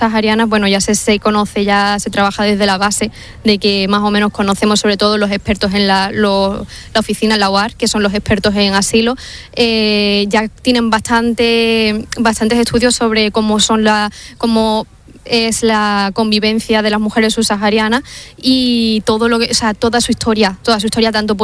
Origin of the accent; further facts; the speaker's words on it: Ceuta, Spain; Yo soy de Ceuta.